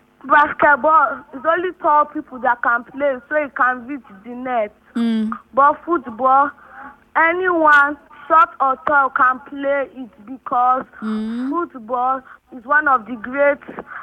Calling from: Abuja, Federal Capital Territory, Nigeria; I live in Abuja.

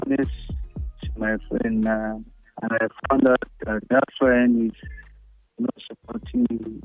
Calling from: Federal Capital Territory, Nigeria; from Waru.

